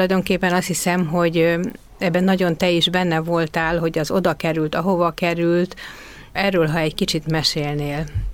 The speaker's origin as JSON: {"language": "Hungarian", "region": "Budapest", "country": "Hungary", "said": "mind a ketten Józsefvárosból származunk, illetve én még ott vagyok"}